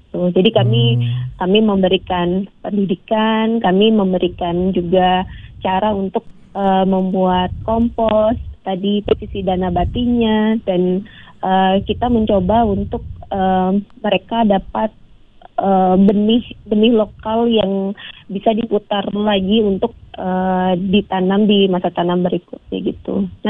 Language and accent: Indonesian; Makassar, South Sulawesi, Indonesia; halo Pak Wibi, saya juga dari Makassar.